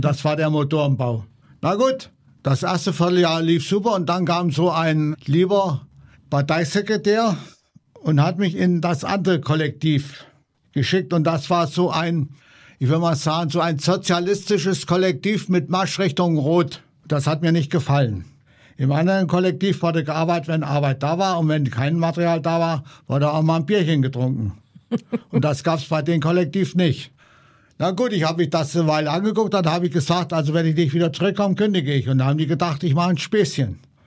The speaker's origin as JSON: {"language": "German", "town": "Ifta", "region": "Thuringia", "country": "Germany", "tie": "born or raised there", "said": "Bin ein Kind der DDR. Bin an der Grenze aufgewachsen, im schönen Ifta, an der innerdeutschen Grenze."}